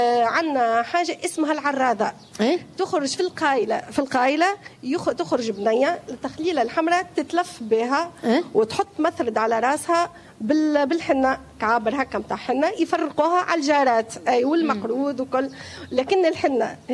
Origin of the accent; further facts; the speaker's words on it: Kalaa Kebira, Sousse Governorate, Tunisia; ونعملوا الغريبة متاعنا تلقاها كان في القلعة الكبيرة